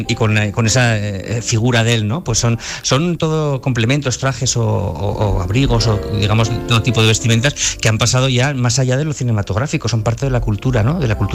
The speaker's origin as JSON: {"language": "Spanish", "town": "Burgos", "region": "Castile and León", "country": "Spain", "said": "yo soy de Burgos, yo nací en Burgos"}